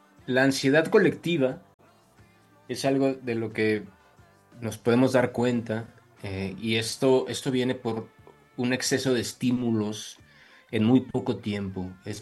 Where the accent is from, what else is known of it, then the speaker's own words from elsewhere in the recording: northern Mexico, Mexico; now in Mexico City, Mexico; llegué a la Ciudad de México en el año 2000, yo soy del norte de la República Mexicana